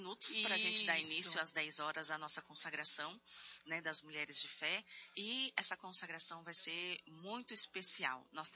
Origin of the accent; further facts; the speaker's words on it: Northeast Region, Brazil; Eu sou do Nordeste.